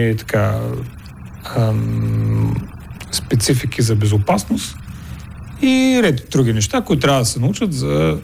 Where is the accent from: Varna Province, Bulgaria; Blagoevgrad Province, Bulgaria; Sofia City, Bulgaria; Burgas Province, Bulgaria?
Burgas Province, Bulgaria; Burgas; аз съм бургазлия, много са гордея с това